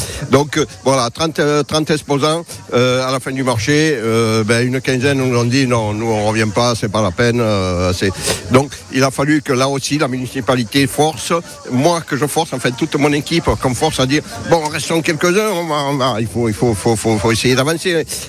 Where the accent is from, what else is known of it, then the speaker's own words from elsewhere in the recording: Petit-Palais, Nouvelle-Aquitaine, France; Moi, je suis originaire du Petit Palais, j'ai des cerisiers au Petit Palais.